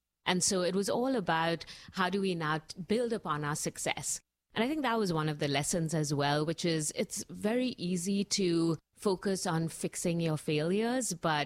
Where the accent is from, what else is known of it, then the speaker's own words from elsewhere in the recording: Mumbai, Maharashtra, India; moved away as an adult; now in United States; I was born in Mumbai and grew up. I actually spent my first 21 years there. I came to the U.S. to do my master's at Brandeis University